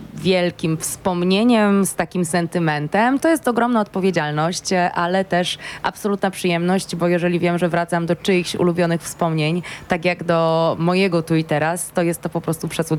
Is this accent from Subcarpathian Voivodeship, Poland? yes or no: no; Poznań, Greater Poland Voivodeship, Poland; Jestem poznanianką